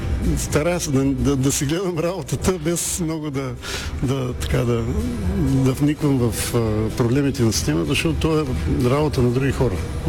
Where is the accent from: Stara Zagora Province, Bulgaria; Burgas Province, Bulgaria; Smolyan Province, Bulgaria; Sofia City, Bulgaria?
Smolyan Province, Bulgaria; Smolyan; moved away as an adult; now in Plovdiv, Bulgaria; Аз съм кореняк смолянчанин, там съм драснал.